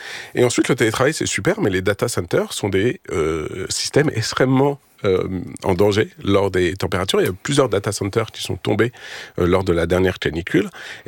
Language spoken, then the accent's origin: French; Paris, Île-de-France, France; born there; je suis parisien de naissance